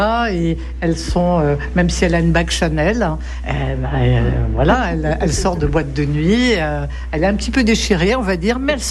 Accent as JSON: {"language": "French", "town": "Bastia", "region": "Corsica", "country": "France", "also_born_or_lived": "Africa / Paris", "said": "Je suis de Bastia. J'ai tout le temps vécu, en Afrique. À Paris, donc je suis déracinée et je suis rentrée en Corse il y a 4 ans, définitivement."}